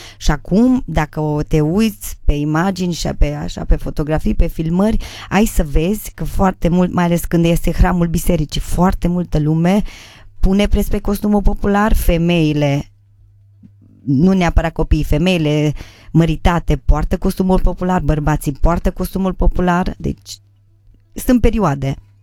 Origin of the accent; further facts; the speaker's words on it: Baia Sprie, Maramureș County, Romania; Eu crescând în Baia Sprie